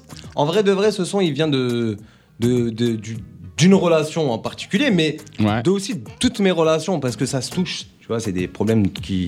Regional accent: Tunisia; je suis tunisien, comme je t'ai dit tout à l'heure.

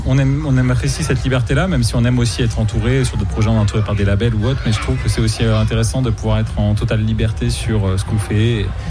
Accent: Auvergne-Rhône-Alpes, France; chez nous en Auvergne, dans le Cantal

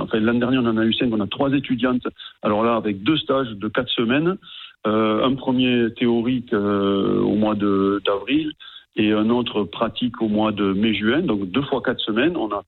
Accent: Viane, Occitanie, France; Je suis natif de Viane

